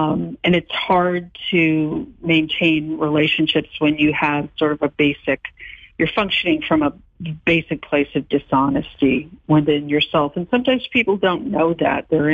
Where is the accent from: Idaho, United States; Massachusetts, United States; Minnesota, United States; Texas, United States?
Massachusetts, United States; Boston; also born or lived in Brookline; growing up in Brookline and Boston at that time.